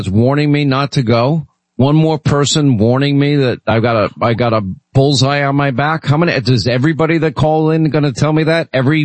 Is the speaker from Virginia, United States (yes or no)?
no; Franklin Square, New York, United States; I'm a kid from Franklin Square, Long Island, New York. My mom was a prison guard.